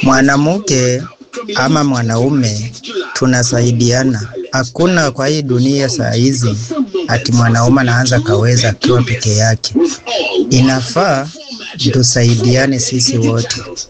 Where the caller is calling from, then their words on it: Burundi; Mimi ni mtu ambaye natoka Burundi.